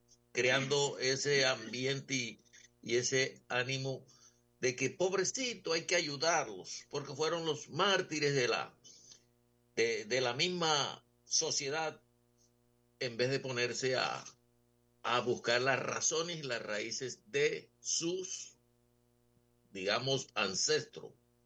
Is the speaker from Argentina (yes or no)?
no; Caribbean Region, Colombia; yo que soy del Caribe colombiano